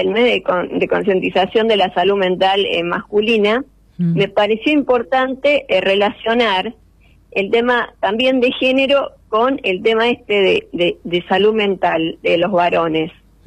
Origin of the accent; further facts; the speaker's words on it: Buenos Aires, Argentina; born there; moved away as an adult; now in Chilecito, Argentina; Yo soy de Buenos Aires, yo nací en Ciudad de Buenos Aires, y hace 15 años que vivo acá en Chilecito.